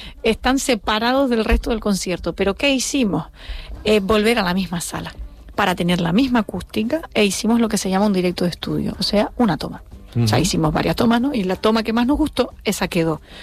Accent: Tacoronte, Canary Islands, Spain; born there

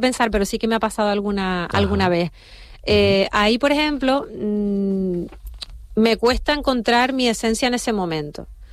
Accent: Punta del Hidalgo, Canary Islands, Spain; para Punta del Hidalgo y para mí va a ser muy muy especial. Me voy a sentir muy orgullosa porque es mi pueblo.

